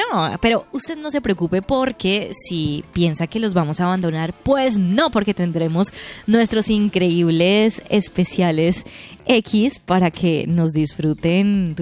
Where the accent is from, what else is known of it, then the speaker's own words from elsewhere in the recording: France; Spanish is a second language; Sí, porque usted sabe que mi portugués, yo soy de Francia.